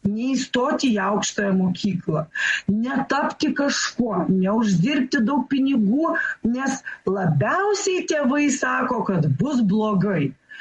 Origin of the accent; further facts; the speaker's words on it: Švenčionys, Vilnius County, Lithuania; mano gimtojo miesto Švenčionių gimnazija